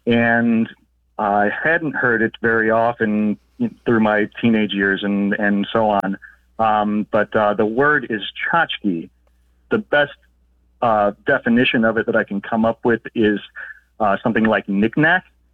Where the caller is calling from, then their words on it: Chicago, Illinois, United States; I'm calling from Chicago.